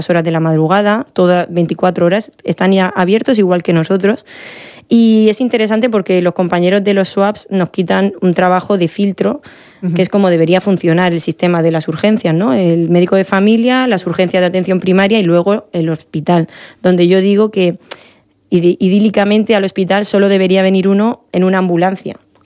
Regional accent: Valencian Community, Spain; Soy de la Comunidad Valenciana

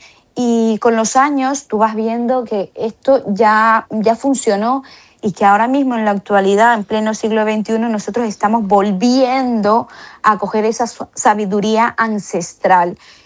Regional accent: Riobamba, Chimborazo, Ecuador; now in Spain; Si estás en la cordillera de los Andes, de donde soy yo, en Riobamba

